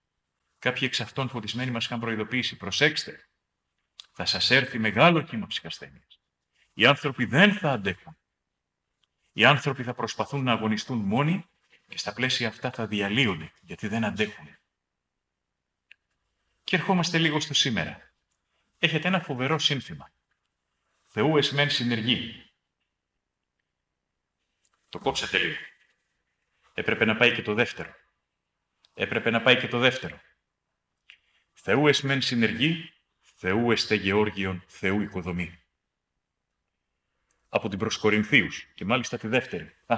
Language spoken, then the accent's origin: Greek; Greece; Η πρώτη αρρώστια, Έλληνες είμαστε.